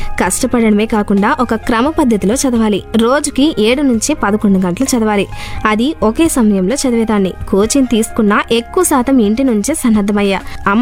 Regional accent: Kadapa, Andhra Pradesh, India; అమ్మ శ్రీకృష్ణ. ఇద్దరు ఎల్ఐసి ఉద్యోగులే. నాన్న పదవీ విరమణ పొందారు. పాఠశాల విద్యాభ్యాసం అంతా కడపలోనే సాగింది.

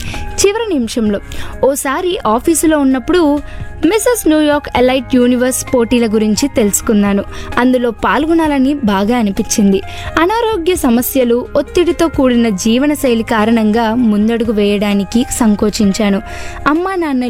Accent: Rajahmundry, Andhra Pradesh, India; also born or lived in Bangalore; మాది రాజమహేంద్రవరం నేనిక్కడే 10 వరకు చదువుకున్నాను తర్వాత నాన్న ఉద్యోగరీత్యా బెంగళూరుకి వెళ్ళాము అక్కడే ఇంటర్ చదివాను అదయ్యాక మళ్ళీ సొంతూరు వచ్చి గైట్ కాలేజ్లో ఇంజనీరింగ్ పూర్తి చేశాను

